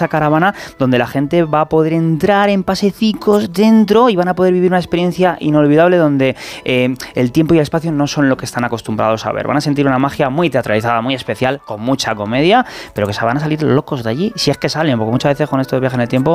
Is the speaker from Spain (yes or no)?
yes; Tizneros, Castile and León, Spain; Yo soy de Tizneros, un pueblo de Segovia, ¿entiendes?